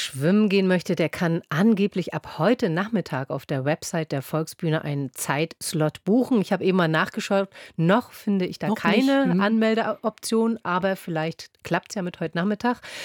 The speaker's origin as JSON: {"language": "German", "region": "Baltic coast", "country": "Germany", "moved": "yes", "lives_now": "Berlin, Germany", "said": "Ich bin von der Ostsee."}